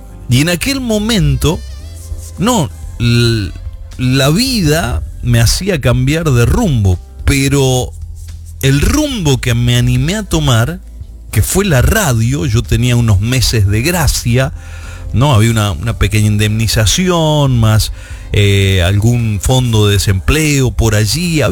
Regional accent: Argentina; en mi país prácticamente siempre se vivieron tiempos difíciles, ¿no? Porque iba a decir, el tiempo en aquel entonces era difícil. En realidad, en Argentina todos los tiempos son difíciles. Lamentablemente le ha tocado a mis queridos compatriotas lidiar con cada situación

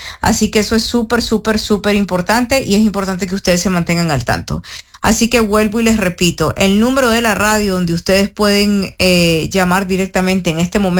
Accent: Chinandega, Nicaragua; moved away; Ah, yo soy chinandegano. So, para los que nos están escuchando, Chinandega, que es el pueblo mío, junto con el pueblo de él, están a 20 minutos. Somos vecinos.

